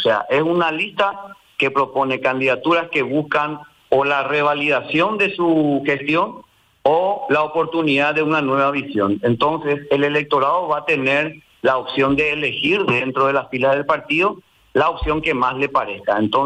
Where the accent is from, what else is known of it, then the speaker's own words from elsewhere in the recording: Asunción, Paraguay; yo soy un asunceno que hace 45 años nació, creció, vivió toda su vida en un barrio muy populoso como es el barrio San Vicente de Asunción